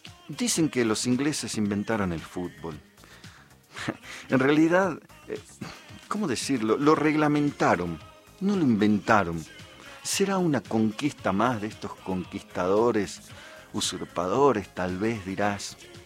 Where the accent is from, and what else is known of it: Argentina